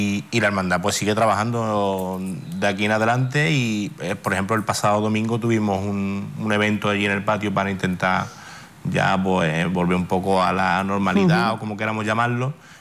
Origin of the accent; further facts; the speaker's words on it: Ceuta, Spain; somos todos los ceutíes